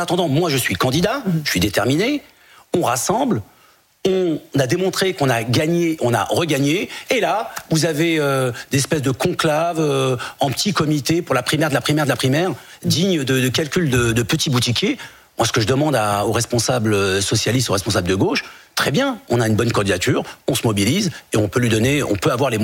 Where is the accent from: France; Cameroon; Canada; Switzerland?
France; je suis pas du tout issu de l'immigration. Ce sont nos parents, nous on est français, bien français et fiers d'être français.